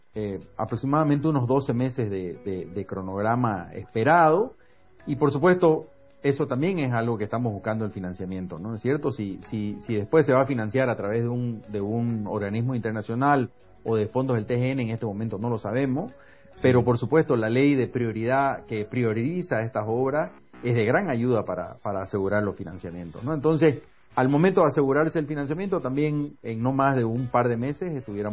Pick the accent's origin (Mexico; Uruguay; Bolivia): Bolivia; Santa Cruz de la Sierra, Santa Cruz; nosotros como cruceños